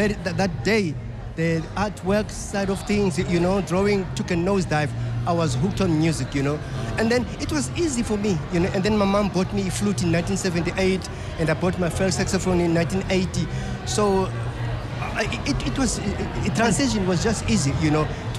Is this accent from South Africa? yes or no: yes; Cape Town, Western Cape, South Africa; Opposite my grandma's place where I grew up in Langa, in the you know, mid-60s, as a toddler